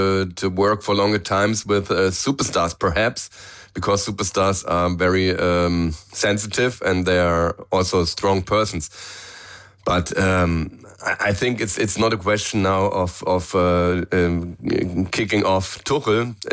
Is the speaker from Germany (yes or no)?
yes; Mainz, Rhineland-Palatinate, Germany; the club Mainz, in my hometown